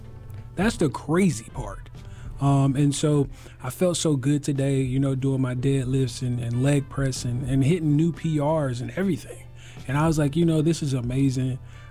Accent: Durham, North Carolina, United States; as y'all heard, professional resilience speaker and coach, and I am from Durham, North Carolina.

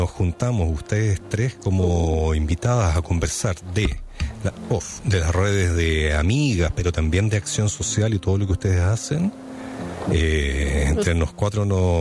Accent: Chile; Yo soy chileno

